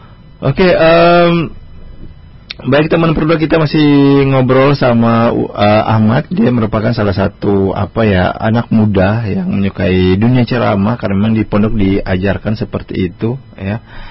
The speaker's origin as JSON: {"language": "Indonesian", "town": "Ambon", "region": "Maluku", "country": "Indonesia", "said": "kalau kita orang Ambon yang menuntut ilmu di sumber kejauhan itu."}